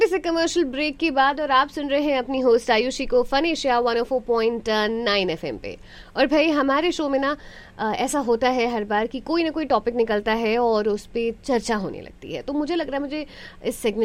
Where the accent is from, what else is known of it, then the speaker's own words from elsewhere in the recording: Bihar, India; मैं बिहार से हूँ, बिहारी हूँ